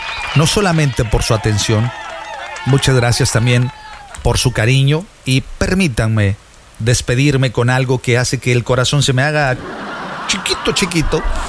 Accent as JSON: {"language": "Spanish", "region": "Veracruz", "country": "Mexico", "said": "Yo soy jarocho."}